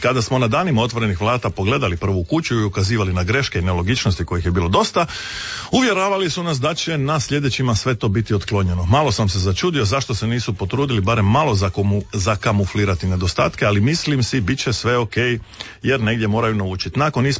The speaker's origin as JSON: {"language": "Croatian", "region": "Istria County", "country": "Croatia", "said": "A nemojte vrijeđati, jer tako rećemo i mi u Južnoj Istri."}